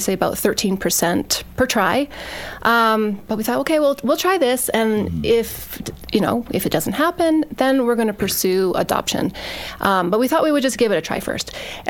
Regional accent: Edmonton, Alberta, Canada; Oh, I grew up in Edmonton, Alberta, which is the capital, and I grew up in a, you know, typical Christian middle-class family, and I had a pretty good life, you know, and after I graduated from college, I went to China, and I taught there for 2 years

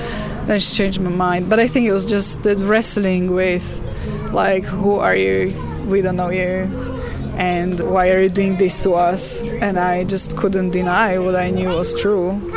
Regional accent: Slovakia; English is a second language; My grandfather was a leader of Communist Party in the region because I'm from Slovakia. And when I was little, until about 8 or 9, there was still communism in Slovakia, Czechoslovakia then.

